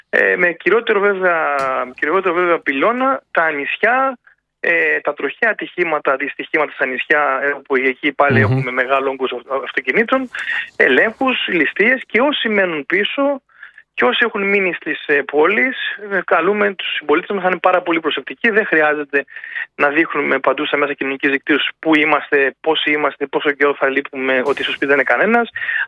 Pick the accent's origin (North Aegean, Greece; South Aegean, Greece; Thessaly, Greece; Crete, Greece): North Aegean, Greece; Samos; Τον Αύγουστο θα μεταβώ κι εγώ στην ιδιαίτερη πατρίδα μου, τη Σάμου, το νησί μου